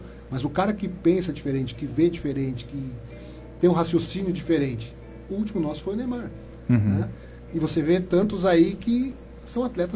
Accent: Brazil; nós somos o país do futebol

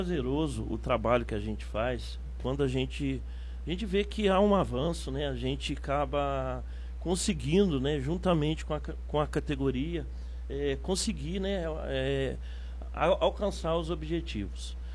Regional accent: Cunha, São Paulo, Brazil; Eu vim de uma outra cidade, eu vim lá da cidade de Cunha.

